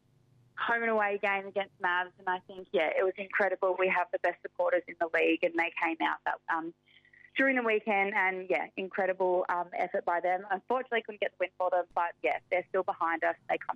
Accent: Victoria, Australia; moved away; back in Victoria, my home state, so I had lots of friends and family there

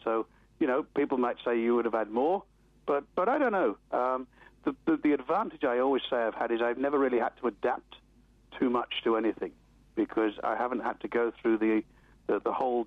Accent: Newcastle upon Tyne, North East England, United Kingdom; born there; Well, I was born in Newcastle upon Tyne, up in the northeast of England, a land that at the time was going through a very difficult time.

